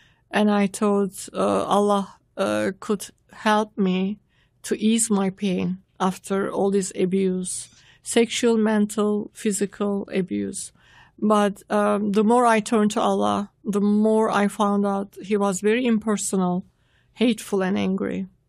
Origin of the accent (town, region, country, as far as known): Turkey; born or raised there